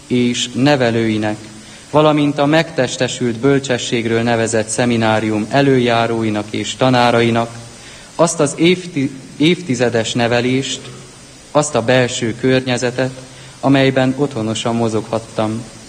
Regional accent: Lueta, Harghita, Romania; born or raised there

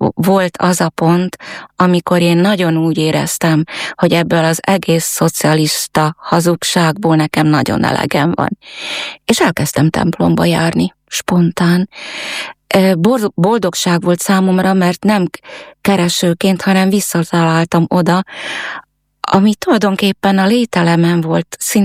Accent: Fiľakovo, Banská Bystrica Region, Slovakia; moved away as an adult; also born or lived in Nitra; now in Komárno, Slovakia; nem vagyok tőzsgyökeres komáromi. Füleki származású vagyok.

